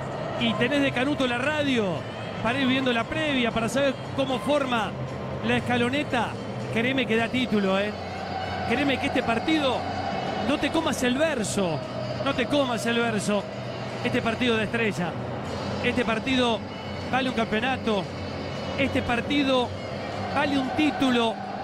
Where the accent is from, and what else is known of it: Argentina